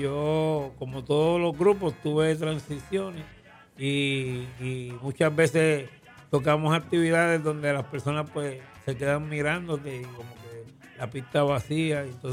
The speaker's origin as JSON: {"language": "Spanish", "country": "Puerto Rico", "tie": "born or raised there", "said": "este gran país en el que yo me crié y nací, en Puerto Rico"}